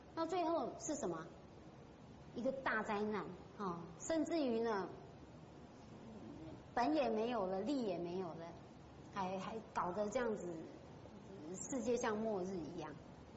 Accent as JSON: {"language": "Chinese", "country": "China", "said": "我们中国人讲的是儒家思想哈，仁义道德。"}